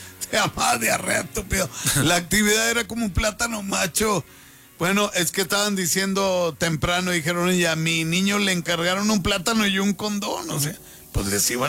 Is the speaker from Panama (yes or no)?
no; northern Mexico, Mexico; yo soy norteño